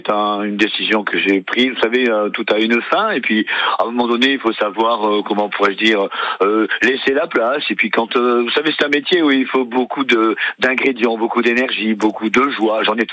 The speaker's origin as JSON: {"language": "French", "town": "Louvie-Juzon", "region": "Nouvelle-Aquitaine", "country": "France", "tie": "born or raised there", "also_born_or_lived": "Pau", "said": "c'est Louvigeuzon, je m'amuse à dire que c'est notre Avignon à nous. Ma famille vit toujours, j'y suis né ou presque, je suis né à Pau, mais j'ai vécu mon enfance ici."}